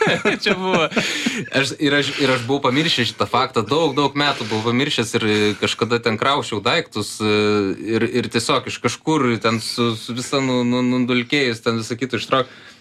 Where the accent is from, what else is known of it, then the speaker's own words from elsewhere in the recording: Kaunas, Kaunas County, Lithuania; nu užaugau Kaune